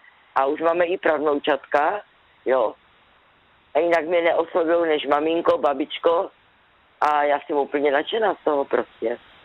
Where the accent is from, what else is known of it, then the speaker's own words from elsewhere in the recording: Poland; Czech is a second language; protože jsem od Polska a jsem žádala ve práci.